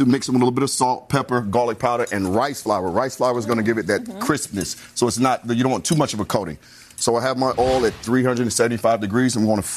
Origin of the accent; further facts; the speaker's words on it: Georgia, United States; born there; I'm from Georgia. I was born in Georgia.